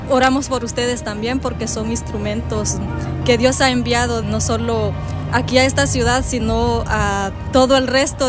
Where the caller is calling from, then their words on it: Mount Pleasant, Texas, United States; desde Mount Pleasant, Texas. Y somos fieles oyentes de la radio. La verdad que nos ha ayudado bastante como familia. Como cristianos